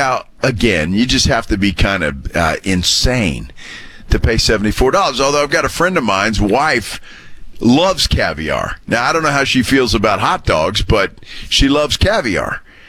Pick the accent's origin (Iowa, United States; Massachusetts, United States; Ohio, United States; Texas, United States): Texas, United States; Alice; See, I'm a simple guy, man. I come from Alice, Texas, man. It's simple there.